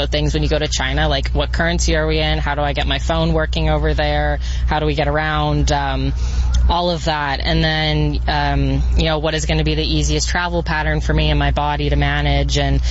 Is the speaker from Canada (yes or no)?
yes; Canada; I mean, Canada, we have lots to be proud of. I love being Canadian.